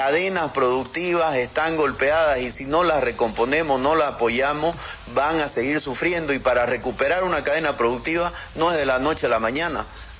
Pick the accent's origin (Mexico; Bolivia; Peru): Bolivia